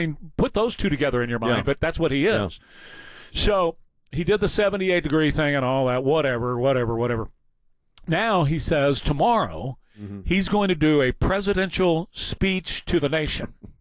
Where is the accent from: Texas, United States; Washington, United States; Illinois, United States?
Texas, United States; we're from Texas.